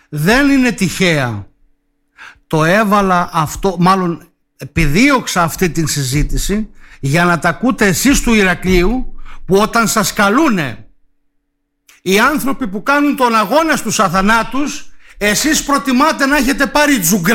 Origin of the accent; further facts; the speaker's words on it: Greece; Η πατρίδα μου, ωραία, των αξιών είναι αυτή.